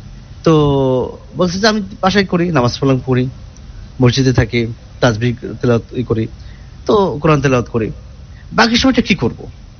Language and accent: Bangla; Kushtia, Khulna Division, Bangladesh; রংপুর, দিনাজপুর, আমার বাড়ি যেমন কুষ্টিয়া, সিলেট, চট্টগ্রাম, সারা দেশ থেকে আসে।